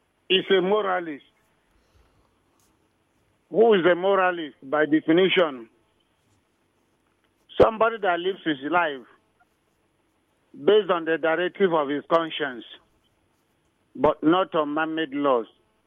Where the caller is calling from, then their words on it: Port Harcourt, Rivers, Nigeria; From Port Harcourt.